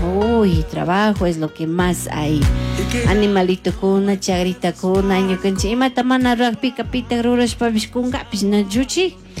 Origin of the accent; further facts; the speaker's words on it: Riobamba, Chimborazo, Ecuador; Marilupe, somos de la ciudad de Riobamba, Ecuador. Somos los ecuatorianos de corazón. A ver, Ecuador, provincia de Chimborazo, cantón Riobamba.